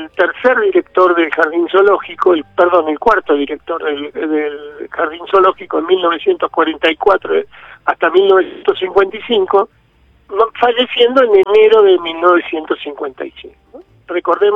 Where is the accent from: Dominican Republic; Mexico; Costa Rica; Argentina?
Argentina; Buenos Aires; born there; te está hablando alguien que nació en un hogar peronista, nació en un conventillo de la calle Godoy Cruz, no de la calle Olavarría